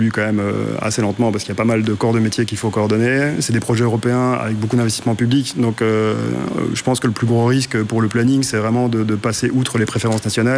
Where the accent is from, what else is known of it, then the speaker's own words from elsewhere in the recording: Charleroi, Wallonia, Belgium; je suis wallon, je viens de Charleroi, j'ai étudié là-bas.